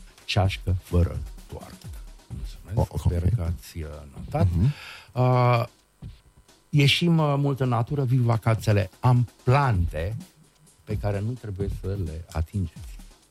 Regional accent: Bărăgan, Romania; dar sunt din Bărăgan.

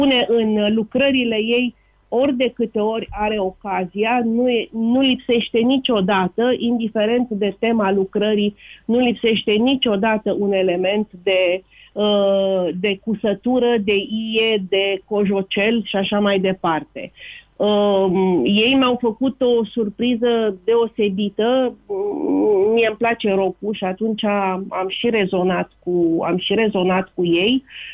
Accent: Bucharest, Romania; sunt născută în București, sunt născută la Blop, n-am pe nimeni în afara Bucureștiului. Da, suntem din neam în neam, suntem din București

